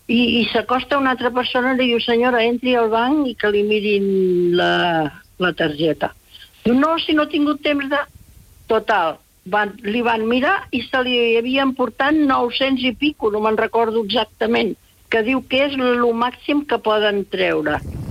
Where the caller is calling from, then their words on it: Barcelona, Catalonia, Spain; però sóc de Barcelona, no de Piera.